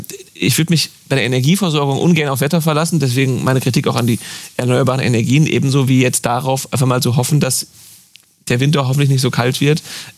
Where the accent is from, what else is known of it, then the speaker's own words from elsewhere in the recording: Germany; Wir sind Deutsche, wir sind irgendwo gefangen in unserer Seele zwischen marktwirtschaftlich